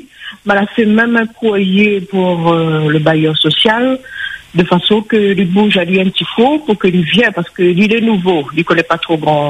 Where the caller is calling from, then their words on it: Saint-Pierre, Réunion; Oui, je suis de Saint-Pierre, centre-ville.